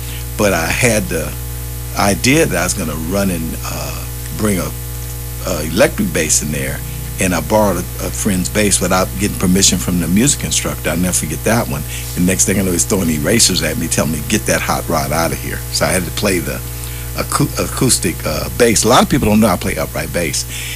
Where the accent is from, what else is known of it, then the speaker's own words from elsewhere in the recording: New Orleans, Louisiana, United States; born there; also born or lived in Richmond; I was born in New Orleans.